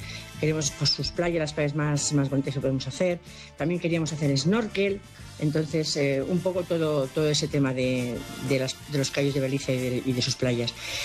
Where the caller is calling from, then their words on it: Madrid, Community of Madrid, Spain; de Madrid.